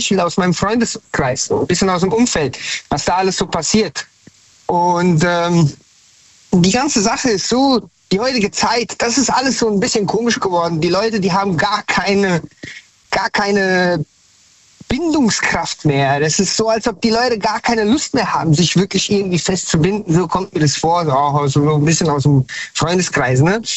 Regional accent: Frankfurt am Main, Hesse, Germany; now in Hanau, Germany; Oh nein, nein, ich bin eigentlich aus Frankfurt am Main. Ich bin dann nach Hanau gezogen.

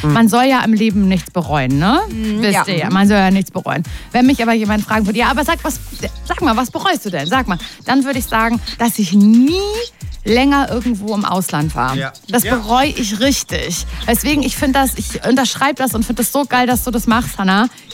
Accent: Parchim, Mecklenburg-Vorpommern, Germany; Ein Parchim, Mecklenburg-Vorpommern, also so kleines Fitnessstudio und ich so eine Kette in meiner Heimat in der Kleinstadt.

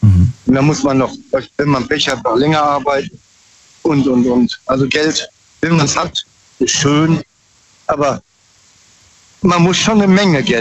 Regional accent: Bruchsal, Baden-Württemberg, Germany; Ich komme aus Bruchsal.

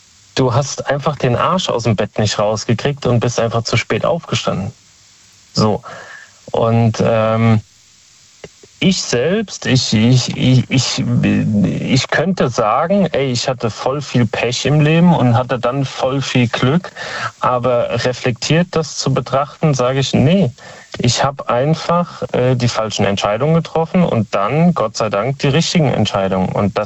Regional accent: Speyer, Rhineland-Palatinate, Germany; Aus Speyer.

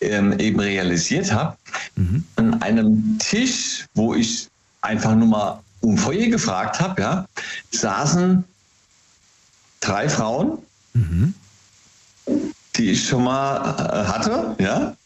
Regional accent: Hesse, Germany; Hey, aus dem Rheingau immer noch.

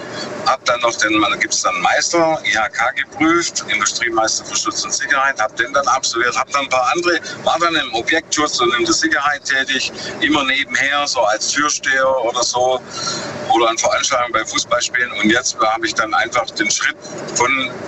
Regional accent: Lenningen, Baden-Württemberg, Germany; Ich bin aus Lenningen.

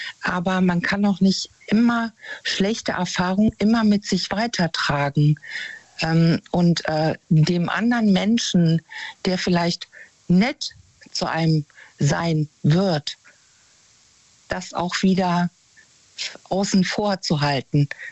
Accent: North Rhine-Westphalia, Germany; Aus der Nähe von Bonn.

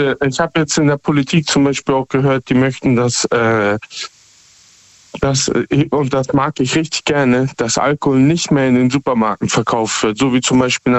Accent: Hamburg, Germany; Ich komme aus Hamburg.

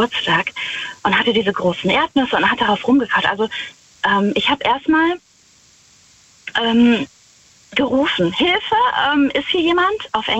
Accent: Rhineland-Palatinate, Germany; Ich fahre gleich an der Abtei Himmelroth vorbei. Ich bin aus der Nähe von Wittlich.

